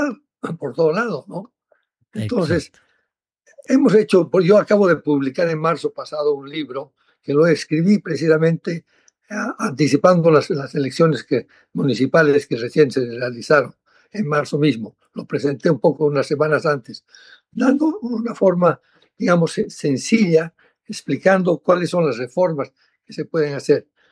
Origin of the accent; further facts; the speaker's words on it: Bolivia; now in Washington, United States; yo duermo en Washington, pero vivo en Bolivia.